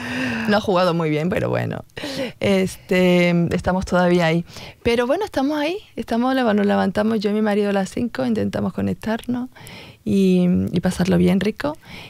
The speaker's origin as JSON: {"language": "Spanish", "country": "Spain", "moved": "yes", "lives_now": "Australia", "said": "yo soy de España. Ah, vale, entonces no eres australiana. Sí, también soy australiana."}